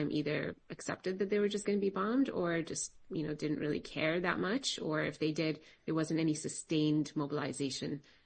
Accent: Yemen; Even growing up in Yemen, I had Palestinian neighbors

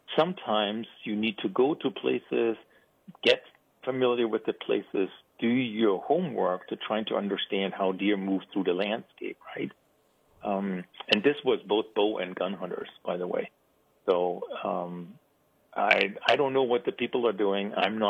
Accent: Germany; moved away; So I grew up in Germany, so I followed hunting culture in Germany a little bit.

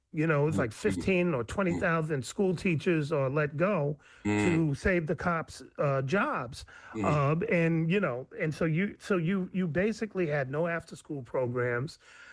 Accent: New York, United States; But, you know, growing up in New York

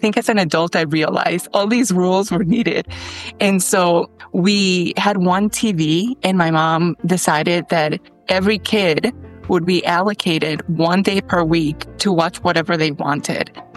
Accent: Sogamoso, Boyacá, Colombia; moved away; also born or lived in Chicago; Growing up in Colombia deeply shaped my view of the world.

